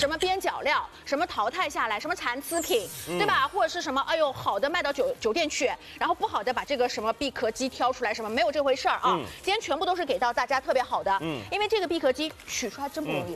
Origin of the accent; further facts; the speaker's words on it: Shanghai, China; 可能因为我们上海人吃这个吃的不太多